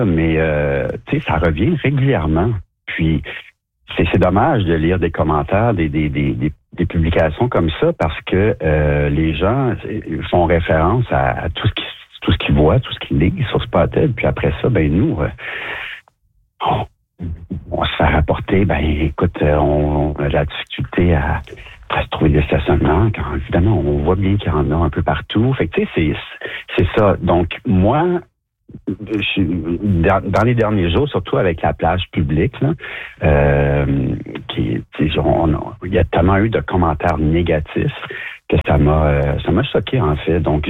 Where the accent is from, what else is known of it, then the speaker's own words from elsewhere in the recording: Montreal, Quebec, Canada; je suis Montréalais d'origine. Donc, j'ai vu la rue Mont-Royal, la rue Ontario.